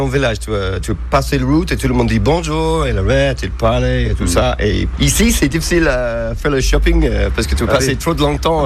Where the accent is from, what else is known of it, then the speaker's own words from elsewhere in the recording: Dublin, Leinster, Ireland; French is a second language; now in Saint-Chef, France; Je suis Irlandais de Dublin.